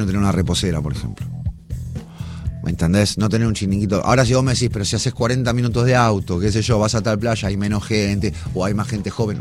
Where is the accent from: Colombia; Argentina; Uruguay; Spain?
Argentina; Mar del Plata somos nosotros, Argentina